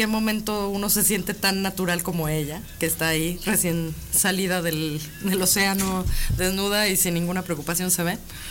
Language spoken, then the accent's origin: Spanish; Aguascalientes, Mexico; now in Buenos Aires, Argentina; estoy viviendo en Buenos Aires en general, pero soy de Aguascalientes.